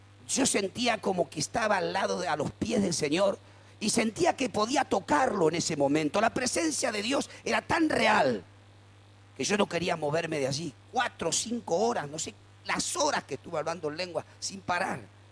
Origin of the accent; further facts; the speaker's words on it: Quilmes, Buenos Aires Province, Argentina; abuelos españoles y abuelos italianos. Vinieron directamente a Quilmes, aquí en Quilmes nací, aquí me crié, conocí a todo el mundo